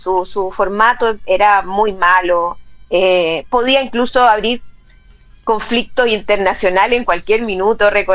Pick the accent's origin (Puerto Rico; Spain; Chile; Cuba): Chile; nosotros necesitábamos como chilenos